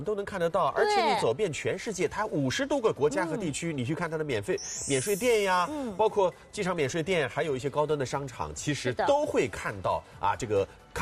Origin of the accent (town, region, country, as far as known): Shanghai, China